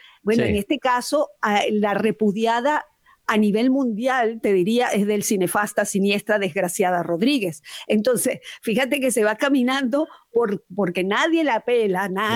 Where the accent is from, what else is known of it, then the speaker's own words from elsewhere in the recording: Venezuela; una cosa es lo que yo puedo sentir como venezolana